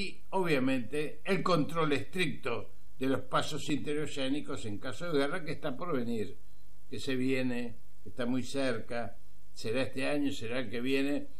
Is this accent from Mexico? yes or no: no; Argentina